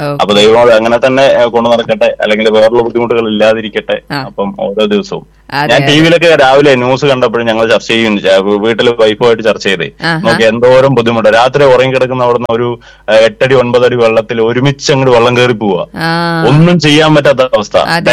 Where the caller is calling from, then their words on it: Kerala, India; Correct പുൽപ്പള്ളിയാണ്, അതായത് ചിറ്റൂരിന്ന് പാലക്കാട് പോകുന്ന കൊടുമ്പ് വഴി പോകുന്ന സ്ഥലം.